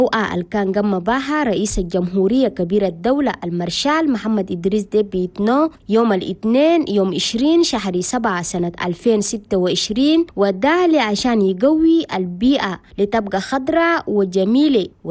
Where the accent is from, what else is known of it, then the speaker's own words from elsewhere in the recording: Chad; كشفين رأس توماي في شمال بلدنا تشاد